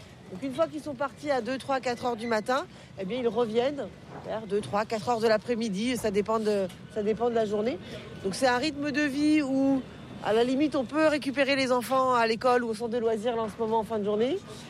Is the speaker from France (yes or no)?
yes; Lorient, Brittany, France; Chez nous, à Lorient, c'est beaucoup des références aux enfants.